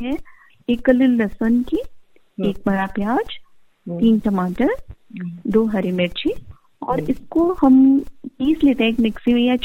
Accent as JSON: {"language": "Hindi", "region": "Rajasthan", "country": "India", "lives_now": "Bangalore, India", "said": "क्योंकि दाल बाटी के साथ हम राजस्थानी लोगों को कुछ तो चटकारा चाहिए"}